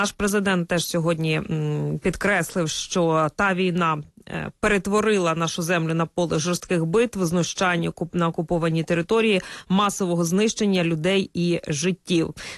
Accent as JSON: {"language": "Ukrainian", "region": "Sumy Oblast", "country": "Ukraine", "tie": "born or raised there", "said": "на моїй рідній Сумщині"}